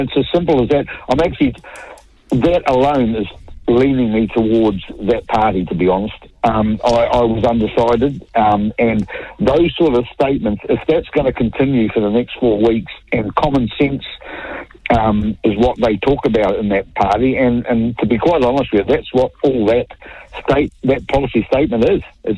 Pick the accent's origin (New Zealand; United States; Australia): New Zealand; I'm a New Zealander who's probably like a lot of others and been on the computer looking at different policy statements from different parties.